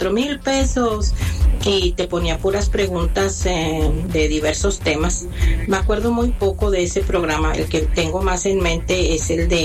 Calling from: San Nicolás, Mexico; de San Nicolás.

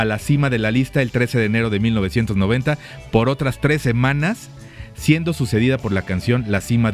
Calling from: Tlaxcala, Mexico; de Tlaxcala.

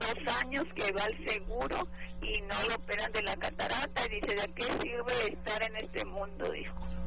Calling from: Tecate, Baja California, Mexico; Yo le estoy hablando de Tecate

